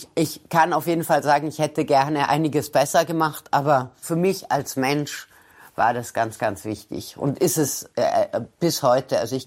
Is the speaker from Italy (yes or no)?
yes; Italy; Ich bin ja in Italien aufgewachsen und da war meine Mutter ja die Straniera.